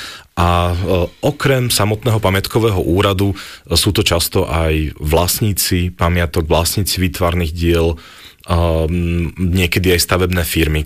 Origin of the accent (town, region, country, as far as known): Košice Region, Slovakia; now in Bratislava, Slovakia